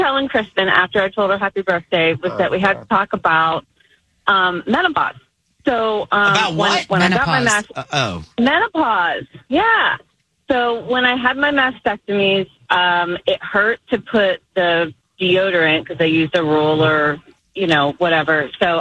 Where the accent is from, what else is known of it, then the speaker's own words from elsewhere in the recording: Pennsylvania, United States; I grew up in Pennsylvania, so don't drink the water.